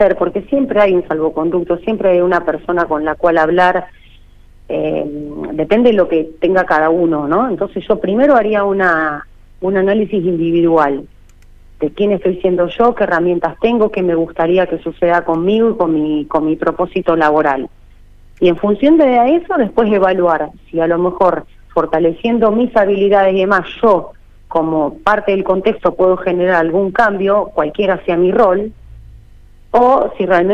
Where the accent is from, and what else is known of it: Argentina